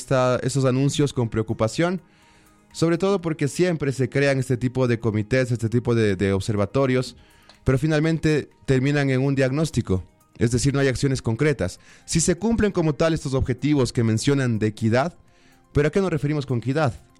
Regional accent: Ecuador; Los niños no somos, los niños ecuatorianos no somos conejillos de indias para que el Estado pruebe medicina si funciona o no

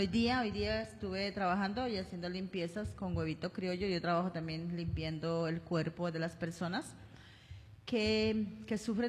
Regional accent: Colombia; moved away as an adult; now in Manta, Ecuador; Soy de Colombia y ya tengo 20 años aquí en esta hermosa ciudad que es Manta, Manabí.

